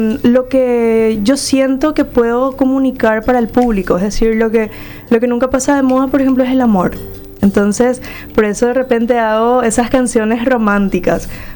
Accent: Caraguatay, Cordillera, Paraguay; born there; also born or lived in Asunción; Yo soy realmente oriunda de Caraguatay, pero porque yo soy una malcriada de Caraguatay. Yeah. O sea, yo soy arribeña. Yo soy de Asunción. Bueno, yo nací en Asunción.

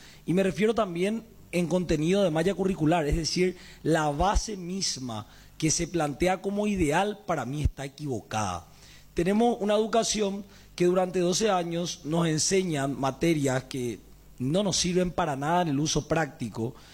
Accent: Asunción, Paraguay; yo soy asunceno

